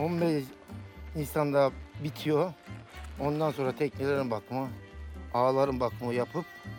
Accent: Istanbul, Turkey; Köken Rize ama doğma büyüme İstanbul.

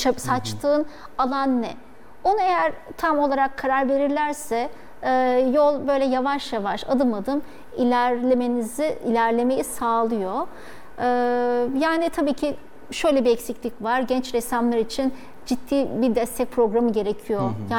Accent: Bozcaada, Çanakkale, Turkey; Çünkü ben oradan çıktım, orada büyüdüm. Bütün işte ressamlıkla ilgili her şeyi orada kazandım.

